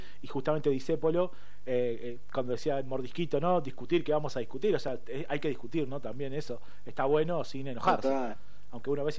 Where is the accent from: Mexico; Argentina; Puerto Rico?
Argentina; que hablás un poco también de la conciliación y que somos argentinos, está bueno también